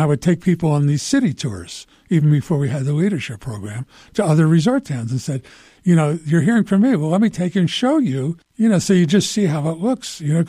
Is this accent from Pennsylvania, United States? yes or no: yes; Philadelphia, Pennsylvania, United States; now in Park City, United States; I grew up in Philadelphia around Quakers.